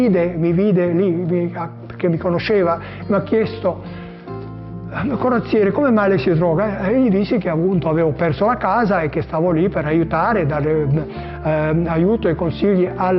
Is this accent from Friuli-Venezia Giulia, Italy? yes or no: yes; Resia, Friuli-Venezia Giulia, Italy; moved away; Sono originario del Friuli, Osaco di Resia, una vallata bellissima nell'estremo nord-est del Friuli.